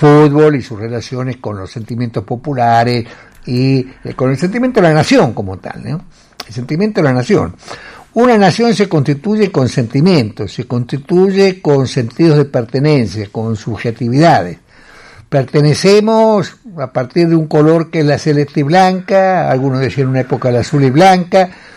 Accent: Argentina; No somos solamente argentinos porque hay una selección argentina, somos argentinos por mucho más cosas.

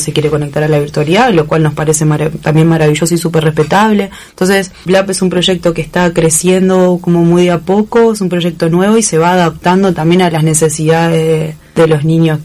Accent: La Paz, Entre Ríos, Argentina; moved away; Yo soy de La Paz, Entre Ríos, y desde La Paz me empezaron a pedir talleres.

